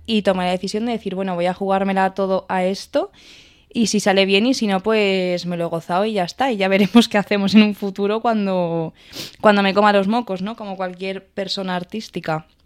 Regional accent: Cuenca, Castilla-La Mancha, Spain; moved away as an adult; now in Madrid, Spain; yo soy de Cuenca

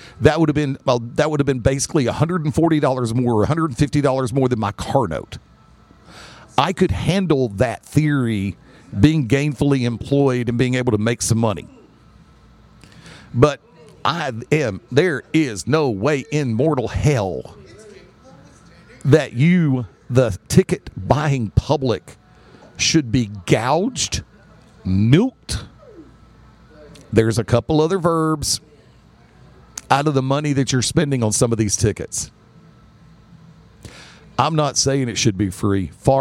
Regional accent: Birmingham, Alabama, United States; now in Pelham, United States

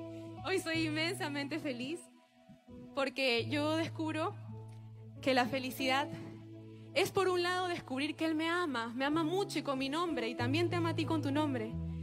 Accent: Ecuador; Bueno, ya saben que … soy de Ecuador y quiero decirles antes que otra cosa, que estoy muy feliz de estar en Arica

